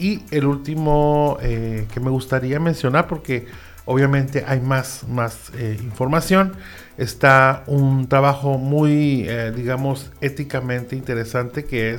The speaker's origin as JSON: {"language": "Spanish", "town": "Ensenada", "region": "Baja California", "country": "Mexico", "tie": "born or raised there", "said": "yo soy de Ensenada y recuerdo de toda la vida estar por ahí en los espacios disfrutando música."}